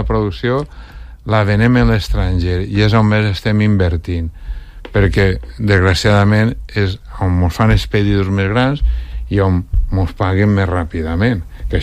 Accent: Valencian Community, Spain; És que al final, anem a veure, som valencians i quan ve així la Dana ens ajuda molt d'altres llocs, però al final tenim que entre els valencians són els que s'ajuden.

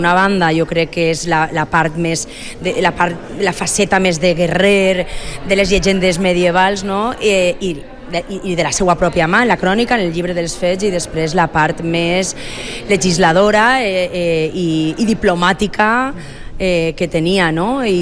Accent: Valencian Community, Spain; com a valenciana

